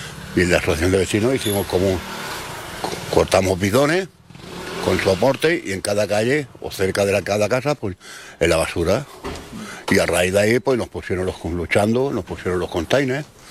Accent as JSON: {"language": "Spanish", "town": "Granada", "region": "Andalusia", "country": "Spain", "tie": "born there", "said": "Yo vine de Granada, me trajeron de Granada. Y yo me he criado aquí."}